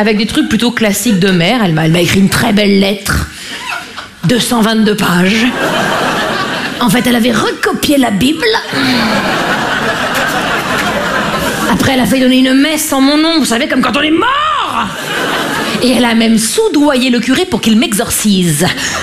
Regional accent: Grand Est, France; accent: Vosges

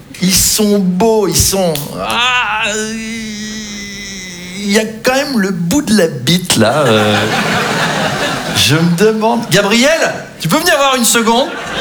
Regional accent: Versailles, Île-de-France, France; Moi j'ai grandi à Versailles, hein, très très catholique comme environnement

